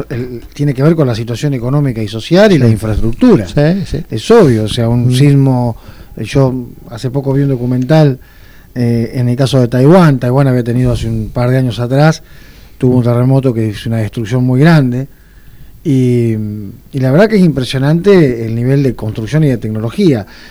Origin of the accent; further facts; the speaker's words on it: Argentina; Y en particular como argentino también